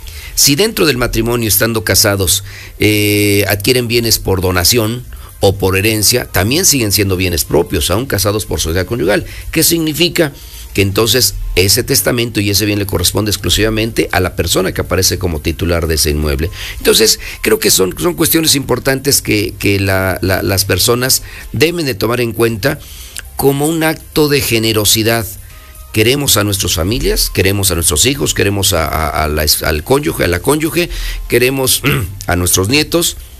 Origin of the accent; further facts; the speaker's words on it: Mexico; es lo más importante que debemos de tener en cuenta como mexicanos para proteger nuestro patrimonio